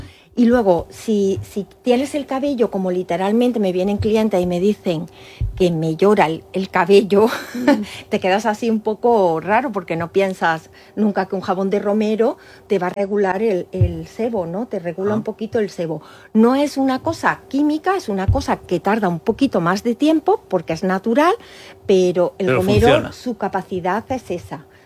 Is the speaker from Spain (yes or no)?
yes; Córdoba, Andalusia, Spain; Todos son aceite de oliva virgen extra de una almazara de Córdoba, de mi tierra